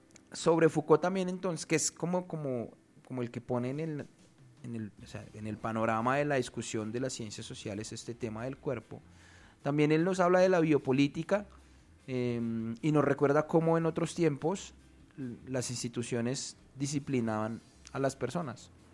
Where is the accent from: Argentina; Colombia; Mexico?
Colombia; todos somos colombianos, el grueso de los colombianos somos personas comunes y corrientes.